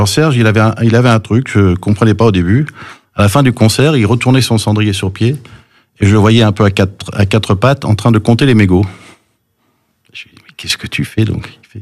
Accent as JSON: {"language": "French", "town": "Lunéville", "region": "Grand Est", "country": "France", "tie": "born or raised there", "also_born_or_lived": "California, United States / Nancy", "second_language": "French", "said": "Alors, je suis né aux États-Unis de père américain et de mère française. Et je suis arrivé de Californie à 8 ans. Je ne parlais pas un mot de français."}